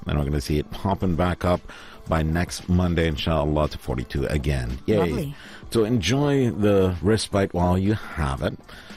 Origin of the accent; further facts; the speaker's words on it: Dhofar, Oman; the Fahd, my homeland, my hometown.